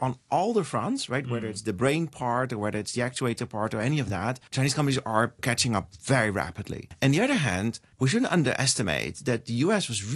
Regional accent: Netherlands; So I'm a European, right? I'm from the Netherlands.

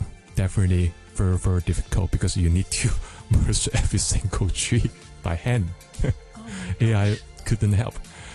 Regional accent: Hong Kong; Yeah, I grew up in Hong Kong.

